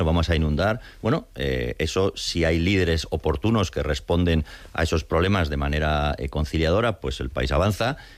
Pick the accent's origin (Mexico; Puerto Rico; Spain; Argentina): Spain; now in United States